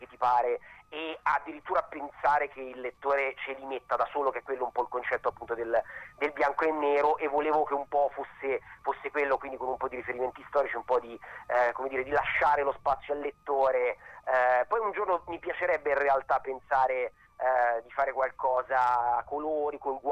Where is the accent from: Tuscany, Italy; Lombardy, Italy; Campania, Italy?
Tuscany, Italy; Arezzo; sono di Arezzo, in quanto aretino, dietro casa mia c'era Villa Vanda